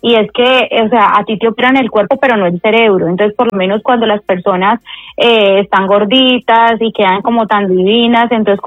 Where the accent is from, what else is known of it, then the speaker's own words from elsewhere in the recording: Colombia; Que bueno, todos la conocen por aquí, soy colombiano en Europa.